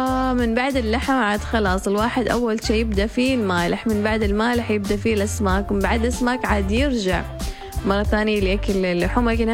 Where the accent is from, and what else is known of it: Oman